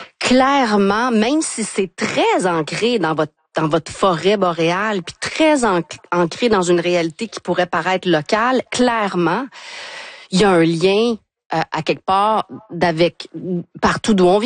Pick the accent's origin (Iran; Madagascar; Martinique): Martinique; Je viens de la Caraïbe, la Martinique, et je ressens beaucoup de connexion avec les textes